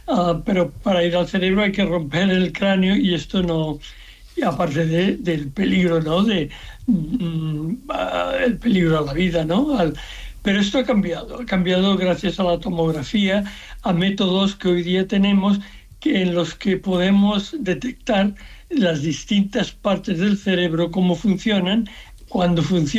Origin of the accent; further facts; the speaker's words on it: Seville, Andalusia, Spain; born there; Aquí, yo nací en Sevilla, en fin, con 14 años me suspendieron en todas